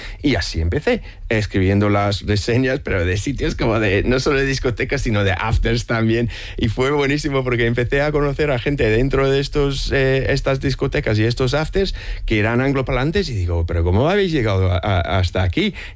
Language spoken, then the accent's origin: Spanish; United Kingdom; Spanish is a second language; moved away as an adult; now in Madrid, Spain; yo soy el típico británico que de mi infancia fue marcada por las vacaciones familiares en España